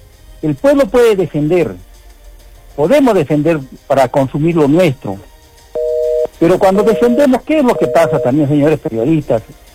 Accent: Peru; disculpe, soy peruano, puedo apoyar.

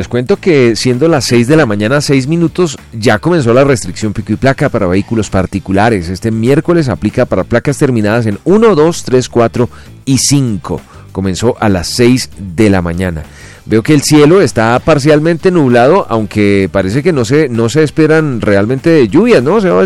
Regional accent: Colombia

